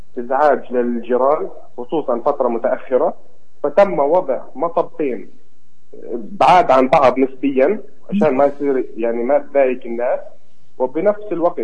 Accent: Palestine; احنا شعب فلسطيني

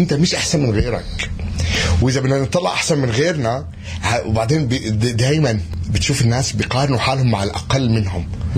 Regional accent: Palestine; انا بحب اطلع برا البلد اقول لهم انا فلسطيني، احنا عندنا مستوى الخدمات هالقد مرتفع وراقي.

